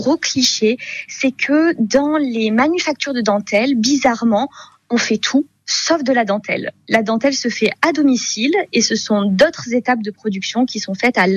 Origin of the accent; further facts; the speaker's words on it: Yssingeaux, Auvergne-Rhône-Alpes, France; J'ai grandi à Issaingeaux